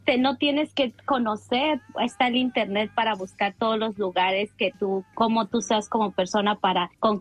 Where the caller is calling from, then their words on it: Las Vegas, Nevada, United States; Pues yo vivo aquí en Las Vegas.